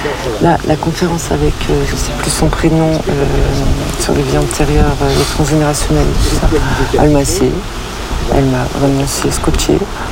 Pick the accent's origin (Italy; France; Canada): France; Vernoux-en-Vivarais, Auvergne-Rhône-Alpes; donc voilà. Je viens du côté de Vernon-en-Vivarais.